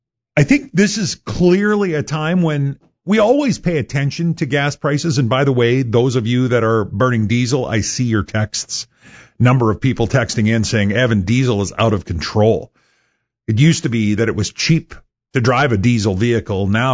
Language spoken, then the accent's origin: English; Canada; But I feel like we have not, as a Canadian society, paid as close attention to gas and oil prices as we are right now.